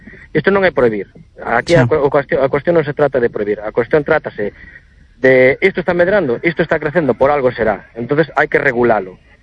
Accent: Redondela, Galicia, Spain

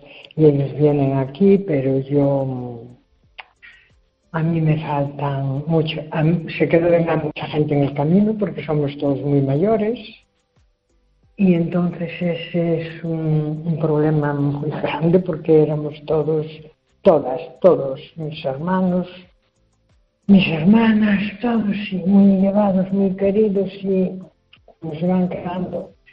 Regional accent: Luarca, Asturias, Spain; now in A Coruña, Spain; porque yo soy asturiana.

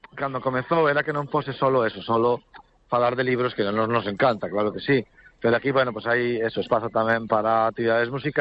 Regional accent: Bañobre, Galicia, Spain; eu digo polo meu pueblo, non? Bañobre, quer dizer, non somos nin concello, temos unha verbena, ¿no?

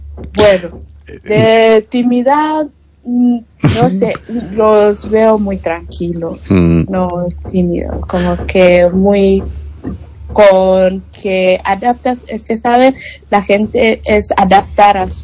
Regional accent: Rift Valley, Kenya; porque de donde vengo es muy montañosa también y llueve todo el año, y aquí es casi igual también.

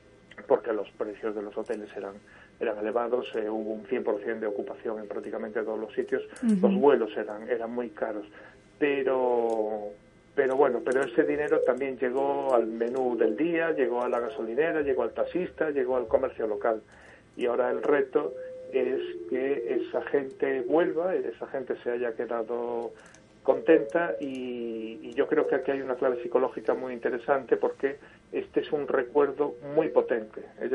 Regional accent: Galicia, Spain

